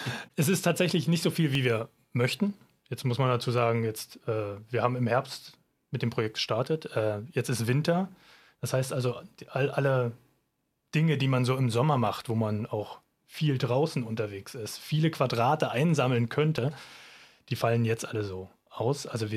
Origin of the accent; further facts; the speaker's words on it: Neubrandenburg, Mecklenburg-Vorpommern, Germany; born there; ich bin sozusagen der mecklenburgische Part dazu, ich komme aus Neubrandenburg.